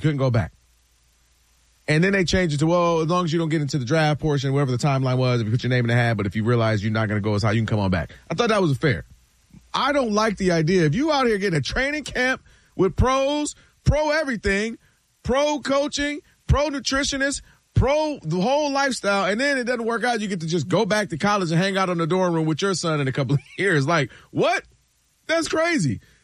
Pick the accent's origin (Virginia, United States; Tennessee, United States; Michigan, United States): Michigan, United States; Ann Arbor; You know, go Blue. I'm born and raised in Ann Arbor.